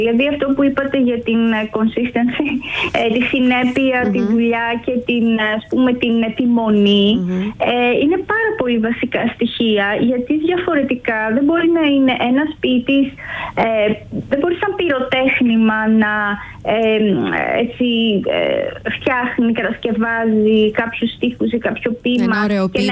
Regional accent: Xanthi, Eastern Macedonia and Thrace, Greece; also born or lived in Komotini / Alexandroupoli; Ναι, στην Κομωτινή γεννήθηκα. Μετά μεγάλωσα στην Ξάνθη. Έζησα και για 3 χρόνια περίπου στην Αλεξανδροπολή.

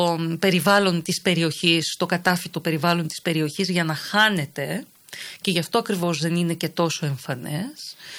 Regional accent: Greece; εμείς σαν Έλληνες αυτό αισθανόμαστε, θεωρώ.

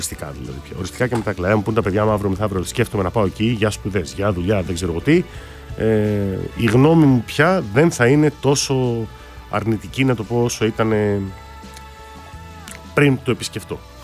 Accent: Greece; Εμείς είμαστε μεγαλωμένοι σαν Έλληνες λίγο διαφορετικά σε σχέση με αυτό που είναι ξένοι.

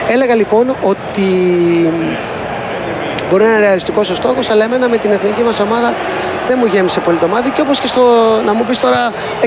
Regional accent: Greece; ότι είμαστε Έλληνες

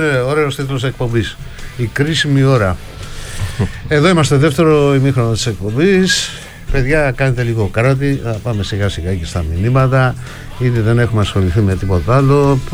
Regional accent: Serres, Central Macedonia, Greece

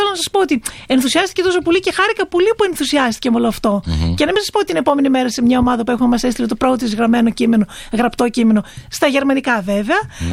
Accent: Pyli, Greece; και εγώ είμαι από την Πύλη, καταγωγή μου είναι από την Πύλη.

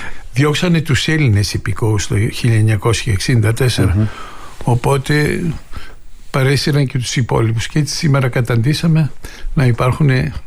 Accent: Istanbul, Turkey; moved away; Οπότε για μένα η Κωνσταντινούπολη είναι η πατρίδα μου ακόμα και τώρα, βέβαια.

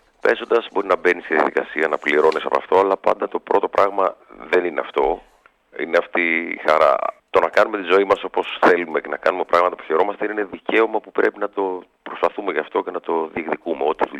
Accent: Thessaloniki, Central Macedonia, Greece; η Θεσσαλονίκη είναι το χωριό μου.

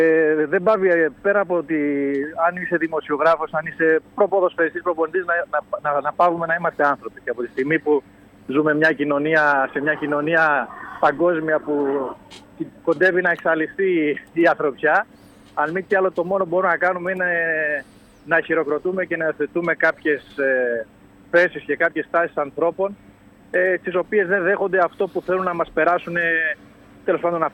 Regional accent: Greece

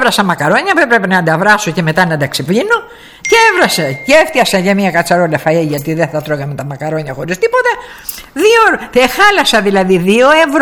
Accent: Zakynthos, Ionian Islands, Greece

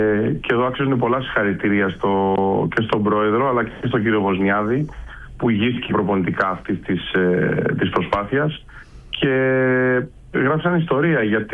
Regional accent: Kalamata, Peloponnese, Greece; also born or lived in Mani; και μετά γυμνάσιο και λύκειο στην Καλαμάτα, δηλαδή μεγάλωσα στην Καλαμάτα και στη Μάνη.

